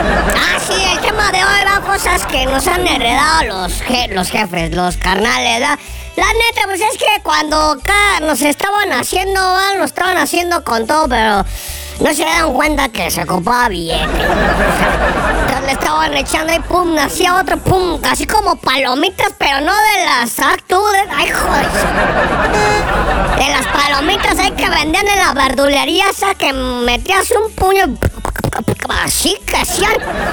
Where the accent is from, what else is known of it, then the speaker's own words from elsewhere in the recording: Ecatepec, State of Mexico, Mexico; yo como vengo de Catepec